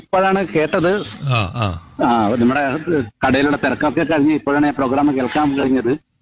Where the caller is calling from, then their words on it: Thilanur, Kerala, India; ഞാൻ കണ്ണൂർ ജില്ലയിൽ തിലാനൂരിൽ നിന്നാണ് വിളിക്കുന്നത്.